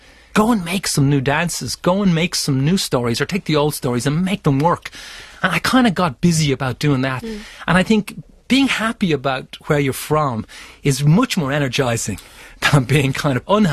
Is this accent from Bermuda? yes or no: no; Ireland; in terms of my Irishness, I think I would love to feel good about being Irish and not to feel sad about being Irish anymore.